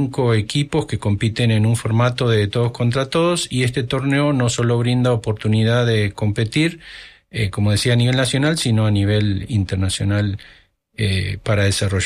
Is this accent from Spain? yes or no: no; Argentina; now in Costa Rica; Yo ya jugaba en Argentina, el país de donde vengo, en mi infancia